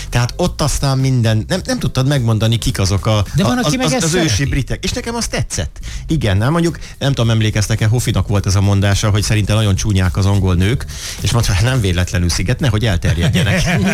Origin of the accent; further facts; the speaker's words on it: Hungary; most magyar vagyok